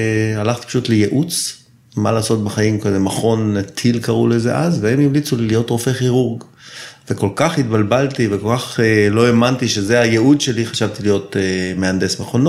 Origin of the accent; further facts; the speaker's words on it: Tel Aviv, Tel Aviv District, Israel; now in Zikhron Ya'akov, Israel; אני תל אביבי במקור, גר היום בזיכון, בן 56, נשוי, אב לשלוש בנות.